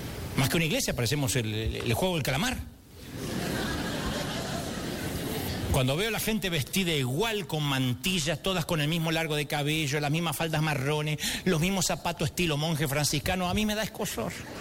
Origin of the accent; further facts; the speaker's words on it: Argentina; Tenemos el tango en las venas. Nunca vamos a ser caribeños, nunca.